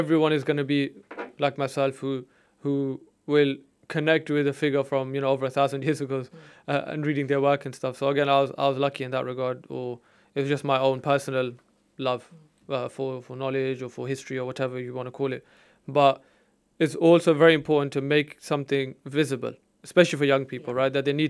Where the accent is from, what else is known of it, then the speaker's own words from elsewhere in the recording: Luton, East of England, United Kingdom; English is also our language, and we're also from Luton and this country.